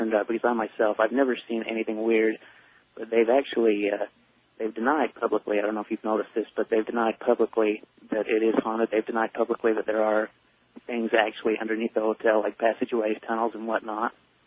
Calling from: Ogden, Utah, United States; I'm calling from Ogden, Utah right now myself.

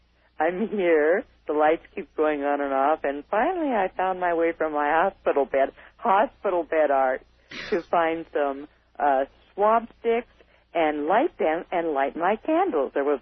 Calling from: Reading, South East England, United Kingdom; the way, I'm calling from Reading.

